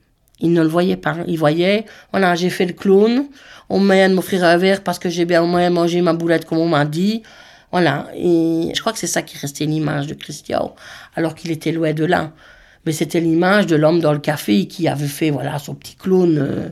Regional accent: Incourt, Wallonia, Belgium; born there; ben, j'ai 51 ans et j'habite à Incourt. Ici, c'est rue Beaumont, mais avec mes parents, j'habitais à Hautefremont, qui est le lieu-dit d'un crâle.

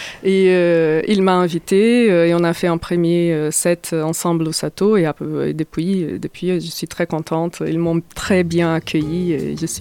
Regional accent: Minas Gerais, Brazil; moved away; Donc je viens du Minas Gerais, au Brésil.

